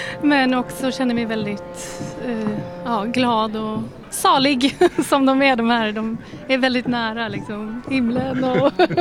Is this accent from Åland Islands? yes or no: yes; Åland Islands; moved away; ska vara hemma på Åland där jag kommer ifrån.